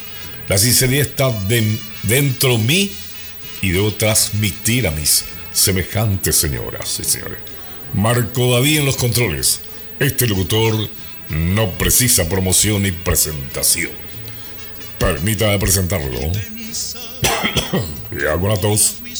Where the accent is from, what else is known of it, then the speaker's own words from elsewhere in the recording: Asunción, Paraguay; En mi niñez en Asunción, yo vendía periódicos, era canillita, era lustrabota, vendedor de caramelo